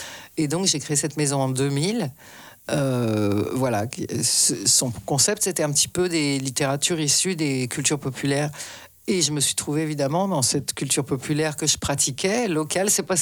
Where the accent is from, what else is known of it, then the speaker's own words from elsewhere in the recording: Rouen, Normandy, France; Hein, et comme mes parents étaient profs, j'ai passé effectivement mon enfance à Rouen, Normandie.